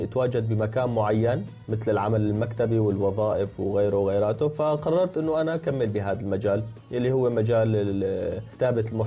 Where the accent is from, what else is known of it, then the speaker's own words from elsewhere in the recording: Syria; now in Turkey; هلا انا ببداية رحلتي من سوريا لتركيا بصراحة ما كنت انسان بعتبر نفسي مثقف